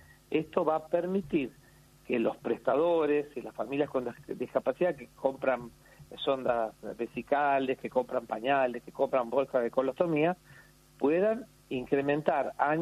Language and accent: Spanish; Salta, Argentina; yo soy de Salta, imagínense.